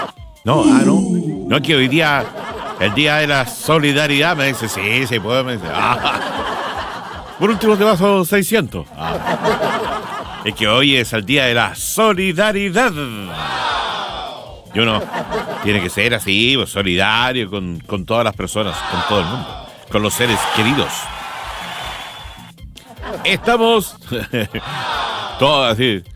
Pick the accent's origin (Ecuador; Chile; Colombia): Chile; ¿Somos o no somos solidarios los chilenos?